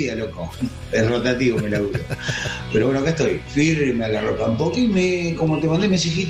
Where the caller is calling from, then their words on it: Luján, Buenos Aires Province, Argentina; acá de Luján, provincia de Buenos Aires.